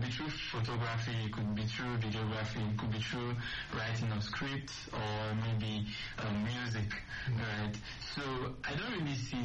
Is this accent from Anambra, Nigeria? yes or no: no; Okene, Kogi, Nigeria; I'm from Kogi State, Okene in particular.